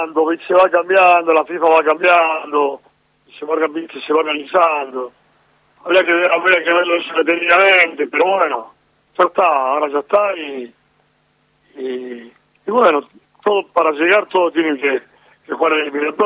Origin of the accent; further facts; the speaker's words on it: Argentina; deseando que nos vaya bien como argentino